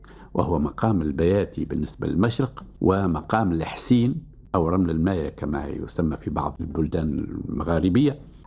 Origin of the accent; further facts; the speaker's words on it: Tunisia; نلقاه عندنا في تونس